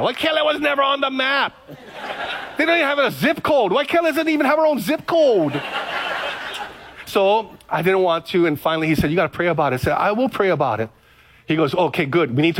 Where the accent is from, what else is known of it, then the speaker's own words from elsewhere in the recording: Hawaii, United States; now in Kaneohe, United States; I'm from the Big Island, FBI. Kaneohe, I'm in Kaneohe, get plenty of rain.